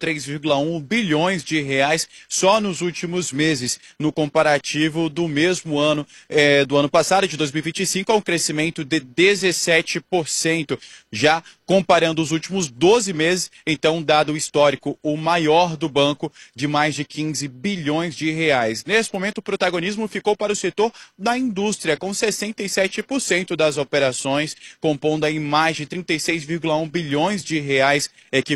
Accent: Roraima, Brazil

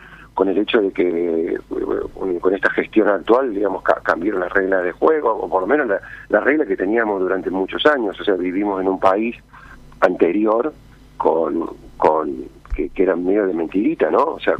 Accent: Córdoba, Argentina; yo soy cordobés

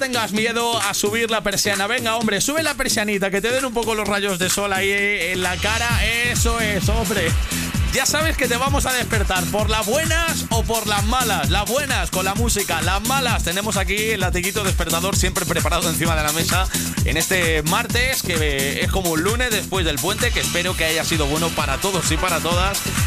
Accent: Manzanares, Castilla-La Mancha, Spain; paré en mi pueblo, en Manzanares, en Ciudad Real, a comprar un poquito de material para llevar allí para la barbacoa

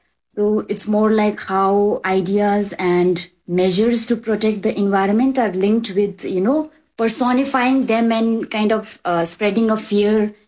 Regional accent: Himachal Pradesh, India; I come from Spiti Valley. I am 25 years old.

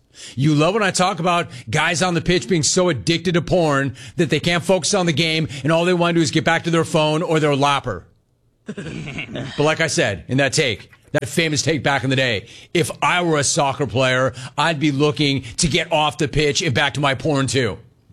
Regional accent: Los Angeles, California, United States; born there; I'm not from Tarzana. I'm not from Chatsworth. I grew up, I was born in Los Angeles.

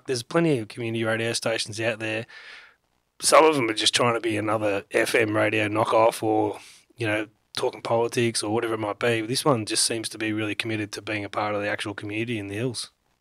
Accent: Bendigo, Victoria, Australia; moved away as an adult; Well, I moved to this area when I met my wife because I'm from Bendigo.

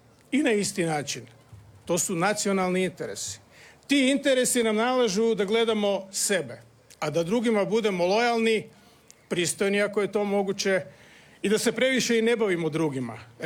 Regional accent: Croatia; Ja sam predsjednik Hrvatske, ja sam Hrvat

